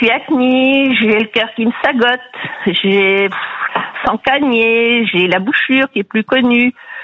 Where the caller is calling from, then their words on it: Culan, Centre-Val de Loire, France; du sud du Cher, un petit village qui s'appelle Culan